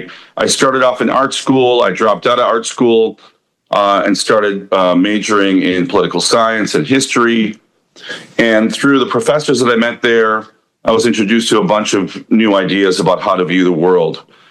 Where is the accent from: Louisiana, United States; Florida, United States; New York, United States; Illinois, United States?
Illinois, United States; Chicago; also born or lived in Downers Grove, Illinois; I grew up in Evergreen Park in Beverly when I was a kid here in Chicago, and moved to Downers Grove.